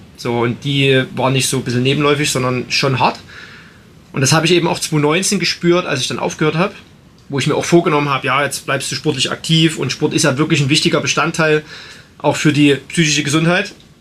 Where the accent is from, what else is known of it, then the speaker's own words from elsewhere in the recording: Belgium; ich bin als Belgier auf Nummer 1 ins Ziel gekommen